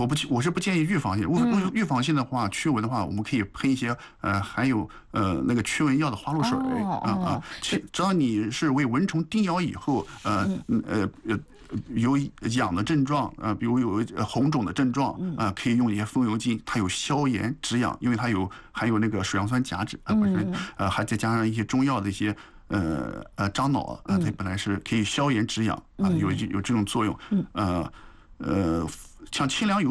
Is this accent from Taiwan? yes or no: no; China